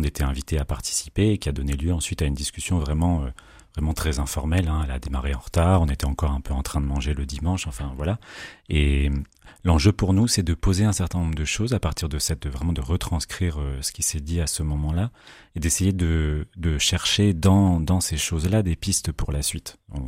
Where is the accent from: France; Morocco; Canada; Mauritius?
France; Lille, Hauts-de-France; Moi, je vis à Lille depuis toujours, pour ne pas le cacher, j'habite même à 5 minutes à pied de ce théâtre-là